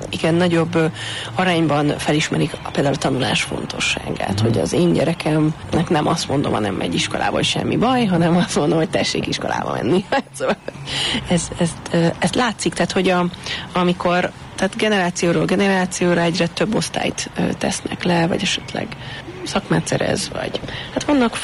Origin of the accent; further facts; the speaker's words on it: Budapest, Hungary; nekem budapestiként meglepő ez, hogy a kútról hozzák még mindig sokan